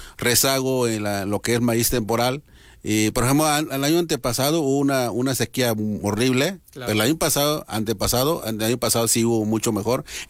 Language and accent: Spanish; Oaxaca, Mexico; first language Triqui; Spanish is a second language; now in Culiacán, Mexico; Sí, yo soy oaxaqueño, pero ya tengo más de 30 años viviendo aquí en Sinaloa.